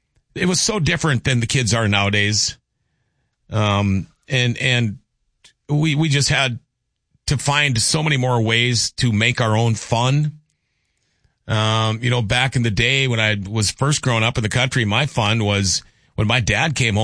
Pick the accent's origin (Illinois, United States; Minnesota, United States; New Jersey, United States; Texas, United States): Minnesota, United States; Crookston; also born or lived in Thief River Falls, Minnesota; growing up in Crookston, Thief River Falls